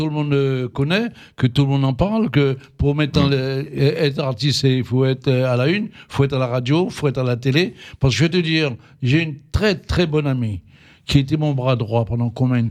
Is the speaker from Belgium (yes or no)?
no; French Guiana; moved away; Je suis guyanais.